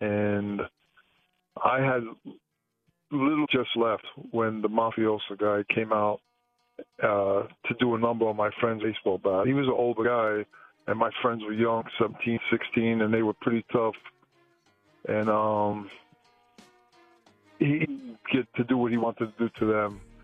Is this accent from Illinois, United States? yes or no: no; New York City, New York, United States; when I was young, growing up in Brooklyn